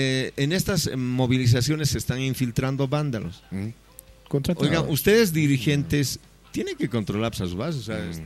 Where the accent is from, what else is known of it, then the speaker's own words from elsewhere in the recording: Bolivia; Yo soy indígena quechua. Y achani palaita quechua. Pero saben... Bueno, habré venido a la ciudad, habré estudiado en la universidad, pero es otra cosa. Pero al fin y al cabo nuestras raíces son nuestras raíces.